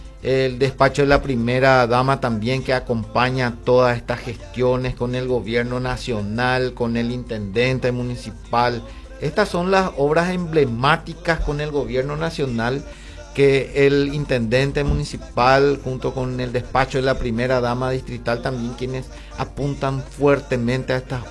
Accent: Coronel Oviedo, Caaguazú, Paraguay; soy obetense, soy de Coronel Oviedo.

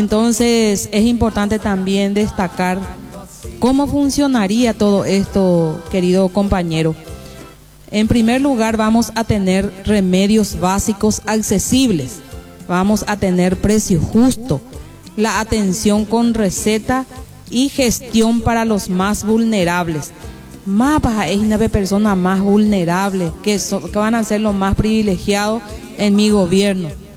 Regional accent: Paraguay

